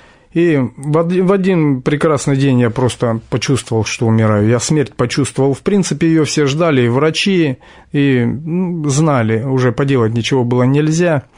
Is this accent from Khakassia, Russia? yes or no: yes; Chernogorsk, Khakassia, Russia; Сам я из Сибири. Есть такой район, Республика Хакасия. И вот в Черногорском детдоме-интернате я воспитывался, вырос.